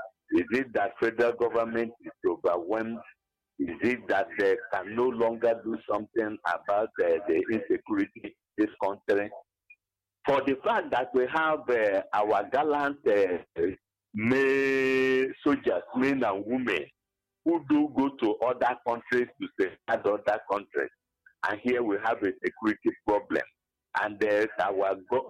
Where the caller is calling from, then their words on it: Enugu State, Nigeria; I'm calling from Papa Nikenugu.